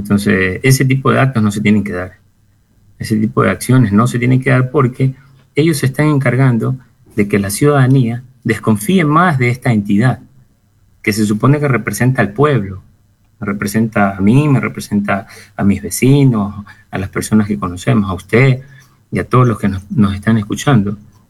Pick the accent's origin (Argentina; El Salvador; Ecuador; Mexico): Ecuador; Guayaquil, Guayas; yo soy guayaquileño con sangre manaba, mi mamá es manaba … más manaba que cualquiera